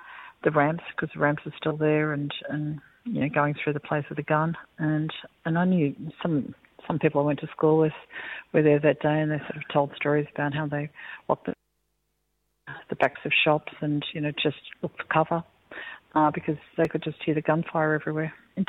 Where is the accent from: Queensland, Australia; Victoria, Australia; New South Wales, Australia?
New South Wales, Australia; Sydney; I grew up in Stratfield.